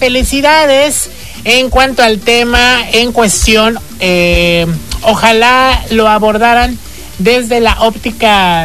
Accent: Dominican Republic; moved away; Soy dominicana, pero como comida mexicana.

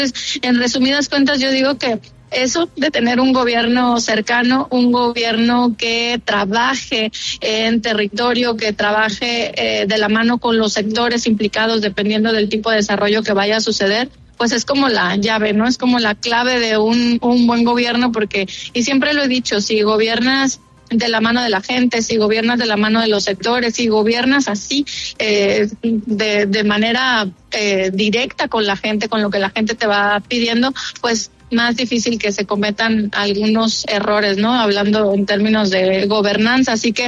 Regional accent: Mexico

